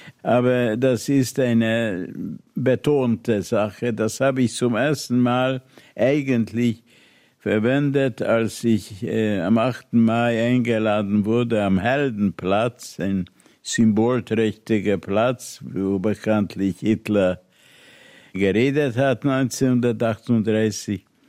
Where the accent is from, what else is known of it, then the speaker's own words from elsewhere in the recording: Vienna, Austria; also born or lived in Budapest, Hungary; aber natürlich bin ich ein Wiener.